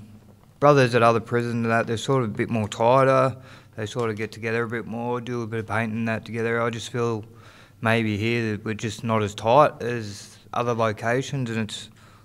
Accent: Ballarat, Victoria, Australia; I haven't been home to Gunai Kurnai yet, but I've been to Gunjanamara land. But I'm from Wathaurong. I'm Wathaurong land. I was born in Ballarat.

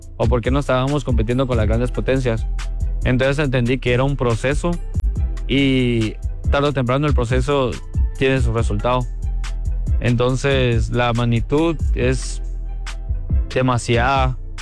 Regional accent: Guatemala; soy seleccionado nacional de Guatemala.

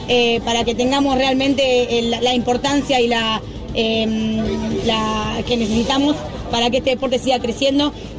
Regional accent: Argentina; Lo que hace que sabemos que somos como argentinas, todo cuesta un poquito más

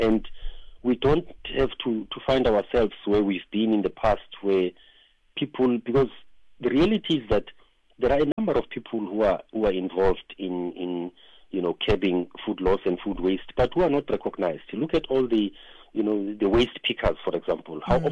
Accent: Johannesburg, Gauteng, South Africa; now in Cape Town, South Africa; When I grew up as a child, I grew up in Soweto

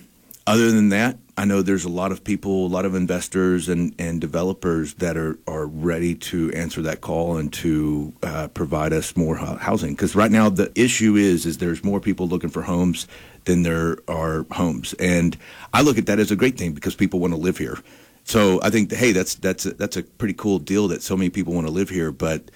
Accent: Texas, United States; For me, being born and raised in West Texas, water is it's just always going to be an issue.

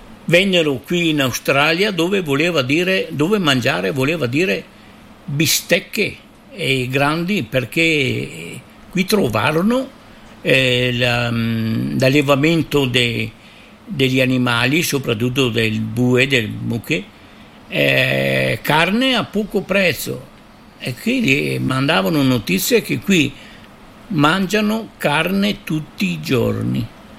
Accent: Recoaro Terme, Veneto, Italy; Sì, io sono originario di Recuaro Terme.

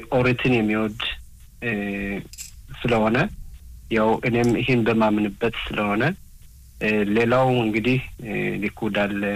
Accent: Gush Katif, Gaza Strip, Palestine; ያው ኦትማ ይሁዲት እኔ ያደኩት ከጉሽ ካቲፍ

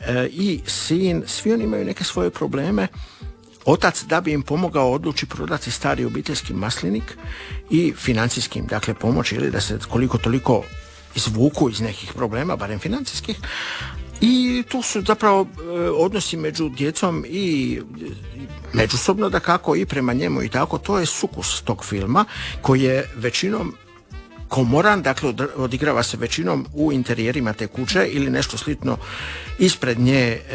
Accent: Dalmatia, Croatia; Ja sam iz Dalmacije, vi iz Istre, prema tome poznati su vam zvukovi.

